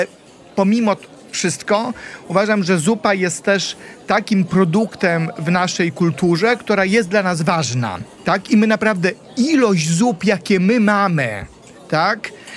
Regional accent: Białystok, Podlaskie Voivodeship, Poland; born there; accent: Podlasie; moved away; bo ja się urodziłem w Białymstoku. Więc on ma... Znaczy faktycznie my na Podlasiu, my Podlasiaki

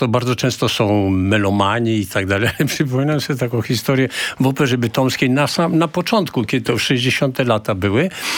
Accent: Warsaw, Masovian Voivodeship, Poland; also born or lived in Kraków / San Francisco; ja jestem z Pragi, prawda?

